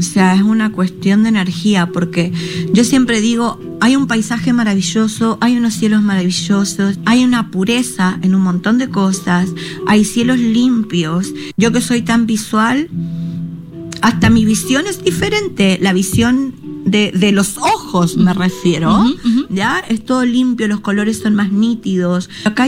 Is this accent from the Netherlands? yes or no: no; Argentina; born there; moved away as an adult; Yo soy nacida en Argentina, por si no se dieron cuenta, o por si no saben.